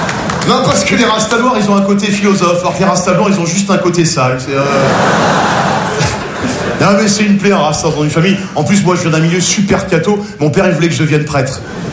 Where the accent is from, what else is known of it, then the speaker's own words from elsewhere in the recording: Nogent-sur-Marne, Île-de-France, France; J'ai grandi à Nogent-sur-Marne, je suis passionné avec toi. Petite banlieue très bourgeoise, Nogent, la Marne, les guinguettes, la fête du petit vin blanc